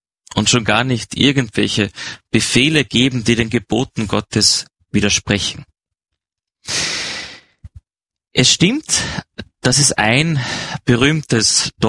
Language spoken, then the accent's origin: German; Carinthia, Austria; für mich als Kärntner